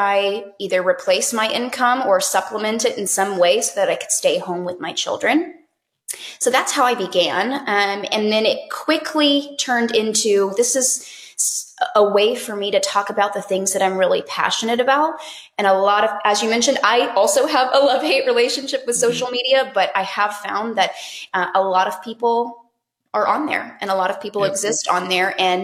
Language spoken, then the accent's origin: English; Texas, United States; now in Alabama, United States; Yes, I was born and raised in Texas. I am now in Alabama.